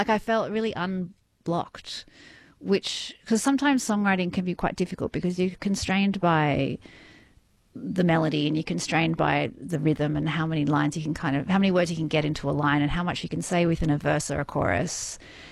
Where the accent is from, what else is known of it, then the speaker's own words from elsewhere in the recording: Sydney, New South Wales, Australia; now in Illawarra, Australia; I grew up in Balmain